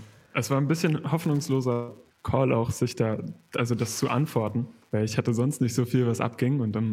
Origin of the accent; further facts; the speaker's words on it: Rostock, Mecklenburg-Vorpommern, Germany; now in Dresden, Germany; Ja, ich aus Rostock.